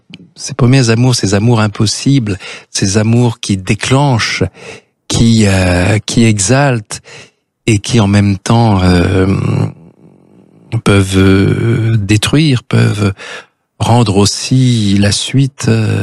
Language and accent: French; Nice, Provence-Alpes-Côte d'Azur, France; au salon du livre de Nice, en fait, c'était là que se donnait le prix, dans ma ville natale